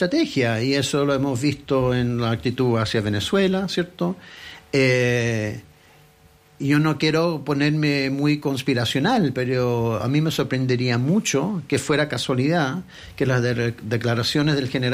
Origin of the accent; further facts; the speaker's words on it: Canada; como canadiense lo digo, llevamos 200 años viviendo al lado de este.